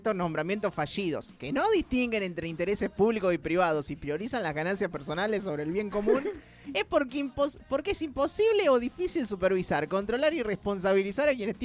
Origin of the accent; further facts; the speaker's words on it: Argentina; nos levanta la vara como argentinos